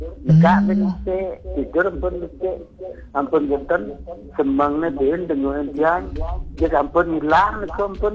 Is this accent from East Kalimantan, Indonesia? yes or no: no; Bali, Indonesia; saya dah tahu saya orang Bali